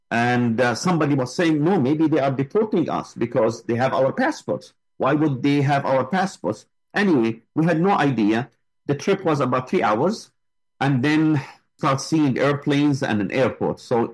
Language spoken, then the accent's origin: English; United States; I said, I'm from the US.